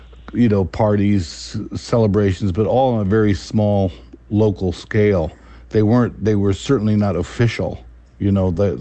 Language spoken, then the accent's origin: English; San Francisco, California, United States; Well, actually, I come from San Francisco, and I was in a musical community that actually, to a certain extent, was aware of Juneteenth